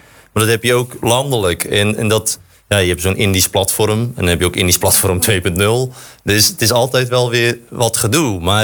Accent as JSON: {"language": "Dutch", "town": "Dordrecht", "region": "South Holland", "country": "Netherlands", "said": "Als wij als Dordtenaren ons al anders vinden dan iemand uit Goes"}